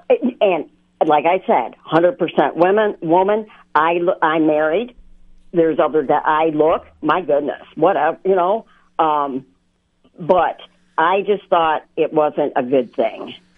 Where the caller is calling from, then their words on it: Cadillac, Michigan, United States; I'm calling from Cadillac.